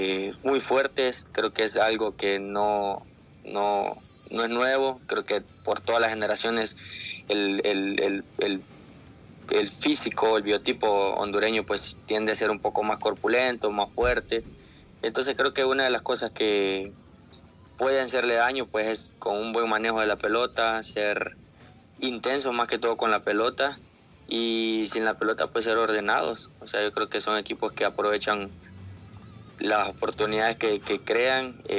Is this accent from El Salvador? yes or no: yes; El Salvador; tenemos que buscar como salvadoreños.